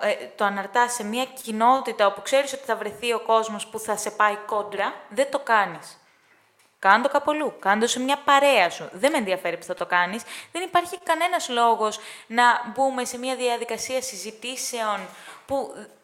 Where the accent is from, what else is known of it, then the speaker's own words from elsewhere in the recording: Greece; ούτε εμείς είμαστε Έλληνες Έλληνες, είμαστε τουρκόσποροι.